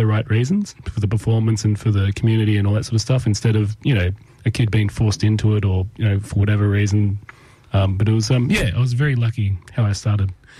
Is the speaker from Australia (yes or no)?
yes; Tamworth, New South Wales, Australia; I grew up in Tamworth, yes.